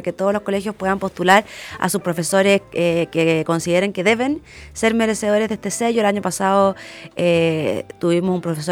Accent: Santiago, Santiago Metropolitan, Chile; yo soy de Santiago

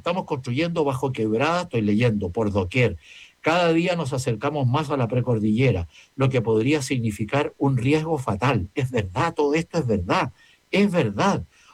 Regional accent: Chile; como un chileno común y corriente, no vuelva a ser candidata

